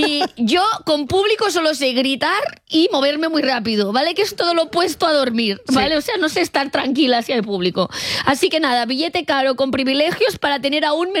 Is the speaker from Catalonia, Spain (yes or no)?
yes; Catalonia, Spain; soy catalana